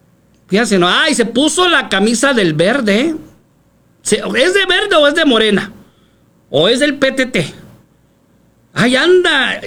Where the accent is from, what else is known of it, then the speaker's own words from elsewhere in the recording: Ciudad Juárez, Chihuahua, Mexico; also born or lived in Mexico City; Ni yo no nací en Juárez, señora, yo nací en México, aquí me crié.